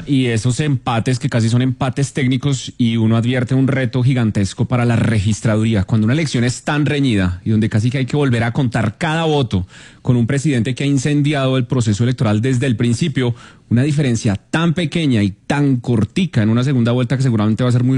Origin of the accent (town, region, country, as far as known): Colombia